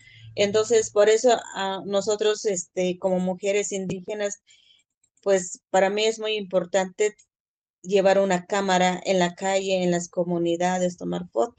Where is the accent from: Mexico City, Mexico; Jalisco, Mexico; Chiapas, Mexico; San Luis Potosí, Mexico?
Chiapas, Mexico; San Juan Chamula; soy originario de San Juan Chamula, hablo tzotzil